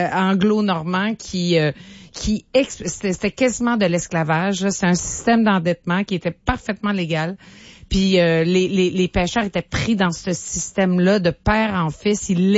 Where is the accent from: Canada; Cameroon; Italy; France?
Canada; New Richmond, Quebec; moi, je suis de la Gaspésie, je suis de New Richmond